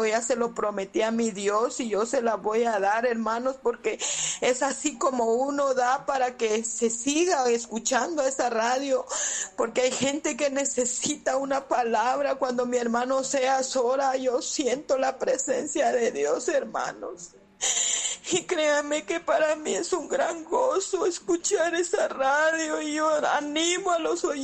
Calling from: San Miguel Petapa, Guatemala Department, Guatemala; Aquí les hablo de San Miguel Petapa.

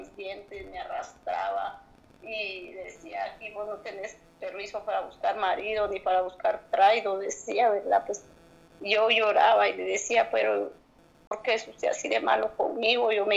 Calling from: Boca del Monte, Guatemala Department, Guatemala; Yo vivo en Boca del Monte, hermano.

